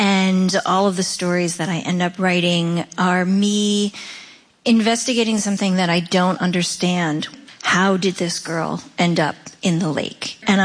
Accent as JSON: {"language": "English", "region": "Pennsylvania", "country": "United States", "tie": "born there", "said": "In my first elementary school, I was born outside of Pittsburgh, and I was one of 2 people of color."}